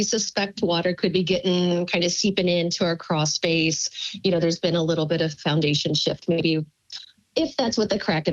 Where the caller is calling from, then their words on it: Nashville, Tennessee, United States; I'm calling from Nashville, Tennessee.